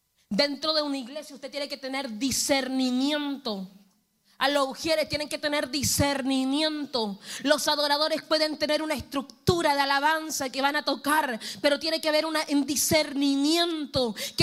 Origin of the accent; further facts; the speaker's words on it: Talcahuano, Biobío, Chile; born there; los que nacimos en Talcahuano somos choreros.